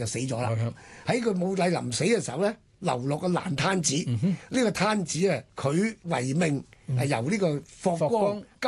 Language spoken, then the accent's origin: Cantonese; Guangdong, China; 呢个字咧我哋广东人都成日讲嘅